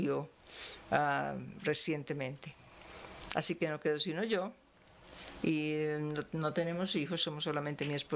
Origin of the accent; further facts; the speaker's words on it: Medellín, Antioquia, Colombia; moved away as an adult; also born or lived in Naples, Italy / New York, United States; yo nací en Medellín.